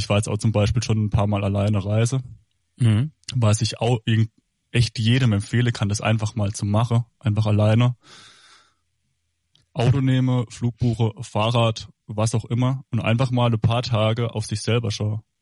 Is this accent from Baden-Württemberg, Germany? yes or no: yes; Baden-Württemberg, Germany; accent: Badisch; Also ich komme aus dieser Hoberg-Bubble, was man an meinem Dialekt wahrscheinlich hört